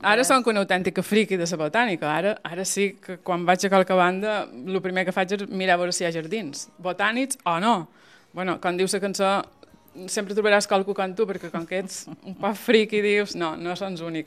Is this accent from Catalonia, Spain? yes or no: no; Fornalutx, Balearic Islands, Spain; born there